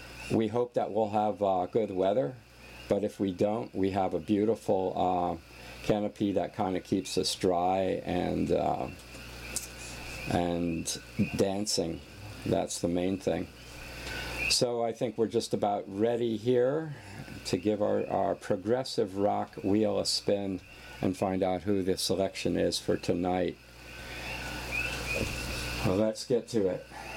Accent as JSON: {"language": "English", "town": "Philadelphia", "region": "Pennsylvania", "country": "United States", "tie": "born or raised there", "lives_now": "Hilo, United States", "said": "even though my hometown area, Philadelphia Eagles, ended up winning the Super Bowl"}